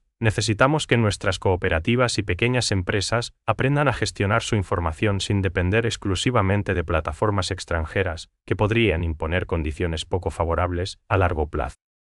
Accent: Paraguay; nos identifica como paraguayos.

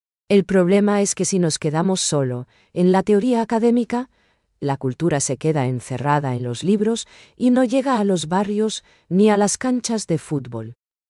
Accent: Paraguay; lo que nos hace únicos como paraguayos.

